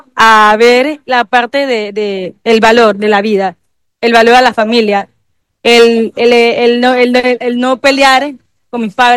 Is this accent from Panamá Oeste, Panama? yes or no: yes; La Chorrera, Panamá Oeste, Panama; De aquí, de Chorrera.